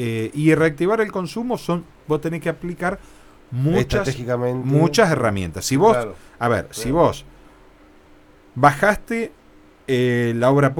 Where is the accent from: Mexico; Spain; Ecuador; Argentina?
Argentina; Me paro como el tema, como argentino.